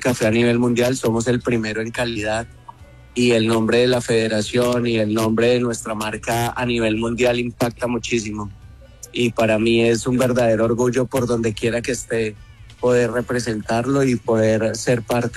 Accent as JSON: {"language": "Spanish", "country": "Colombia", "said": "podemos tener nosotros como colombianos y sacar pecho de eso"}